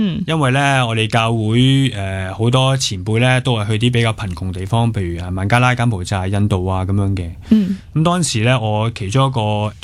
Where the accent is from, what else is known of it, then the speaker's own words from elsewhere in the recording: Hong Kong; 我哋香港人